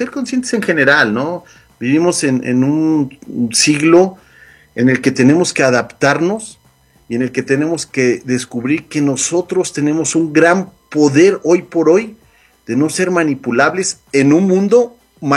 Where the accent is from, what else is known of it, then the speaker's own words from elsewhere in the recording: Yautepec, Morelos, Mexico; de donde yo soy, del municipio de Yautepec